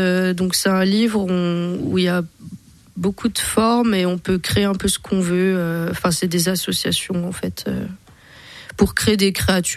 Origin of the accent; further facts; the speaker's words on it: Besançon, Bourgogne-Franche-Comté, France; je suis née à Besançon, donc bisontine à 100%.